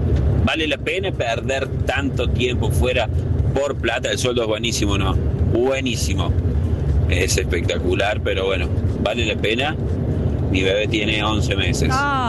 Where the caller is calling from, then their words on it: Córdoba, Argentina; estoy llegando a Buenos Aires, yo soy de Córdoba.